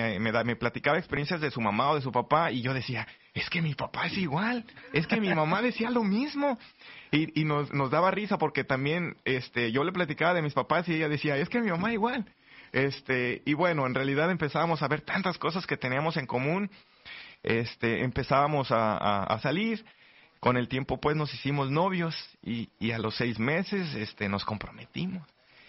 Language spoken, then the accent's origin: Spanish; Tequila, Jalisco, Mexico; moved away as an adult; nos fuimos a casar a mi pueblo natal, Tequila, Jalisco.